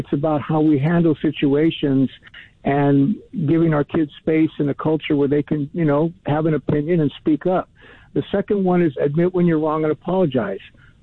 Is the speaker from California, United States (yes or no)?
yes; Los Angeles, California, United States; I grew up in Northeast LA, which is, you know, there's known for violence and gangs and drugs and things like that.